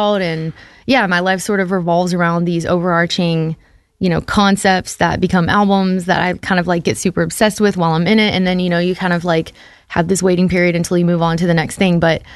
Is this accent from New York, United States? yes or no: no; Golden, Texas, United States; I stumbled across a quite literally a sign in my hometown. It's a little tiny town in East Texas, and the sign said Golden, Texas, which is the town, somewhere in the middle of nowhere.